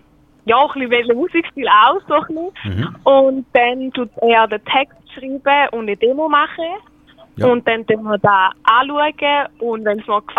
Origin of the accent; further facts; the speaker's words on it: St. Gallen, Switzerland; now in Uzwil, Switzerland; Ich komme aus St. Gallen.